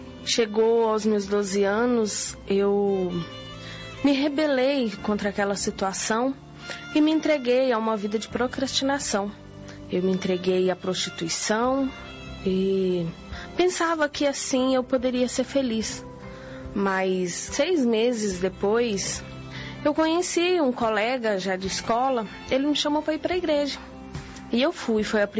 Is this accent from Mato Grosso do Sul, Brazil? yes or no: no; Campos Altos, Minas Gerais, Brazil; Eu vim de Minas Gerais, sou de Campos Altos.